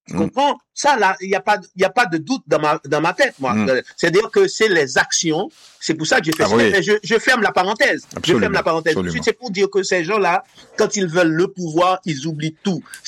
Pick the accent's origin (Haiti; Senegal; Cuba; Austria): Haiti; ces gens-là, Pierre Michel l'a dit, ne nous représente pas en tant qu'Haïtien.